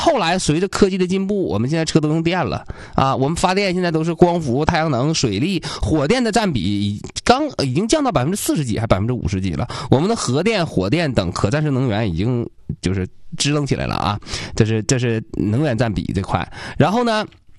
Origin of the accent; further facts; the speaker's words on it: Liaoyuan, Jilin, China; 辽源人啊，作为辽源人，希望我的家乡越来越好